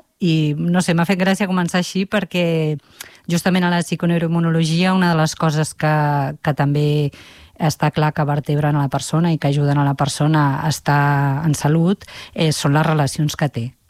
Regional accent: Barcelona, Catalonia, Spain; soc de Barcelona, vivíem al Guinardó amb la meva família, els meus pares i 6 germans més

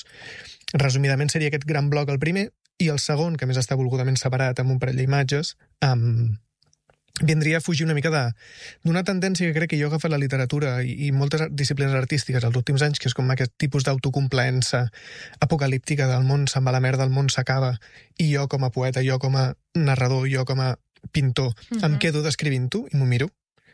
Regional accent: El Masnou, Catalonia, Spain; born there; al meu poble, que és Masnou

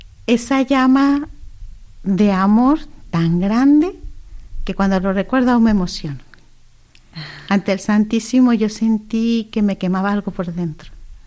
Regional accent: Monterrey, Nuevo León, Mexico; Sí, yo soy mexicana de Monterrey, Nuevo León.

